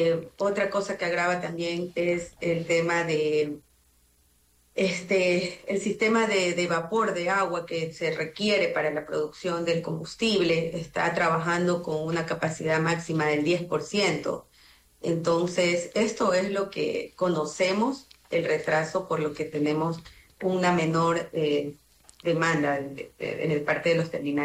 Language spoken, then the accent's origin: Spanish; Manabí, Ecuador; yo soy de Manabí.